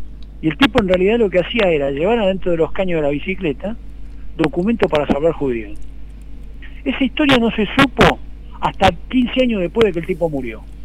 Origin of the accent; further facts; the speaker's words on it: Spain; Esto es toda una estupidez que no es representativa de lo que somos los españoles con respecto a los argentinos.